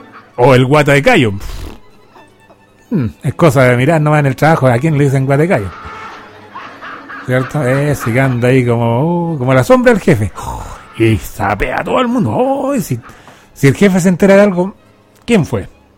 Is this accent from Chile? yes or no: yes; Chile; así somos los chilenos.